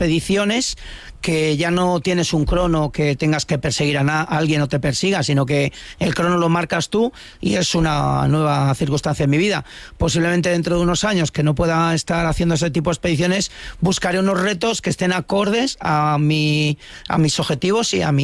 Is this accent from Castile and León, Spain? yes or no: yes; Íscar, Castile and León, Spain; born there; nacido en un pequeño pueblo de Valladolid, en Íscar.